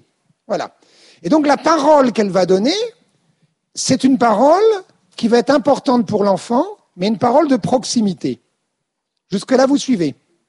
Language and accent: French; Quimper, Brittany, France; born there; moi j'étais en Bretagne quand j'étais enfant, donc à Quimper, Finistère